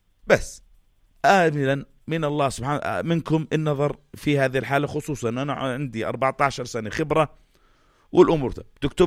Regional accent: Jordan; عندنا بالأردن

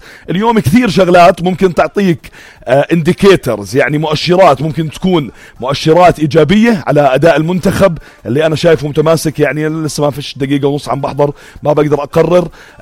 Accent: Jordan

